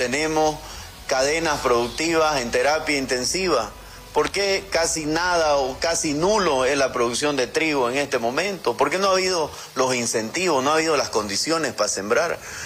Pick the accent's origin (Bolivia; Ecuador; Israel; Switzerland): Bolivia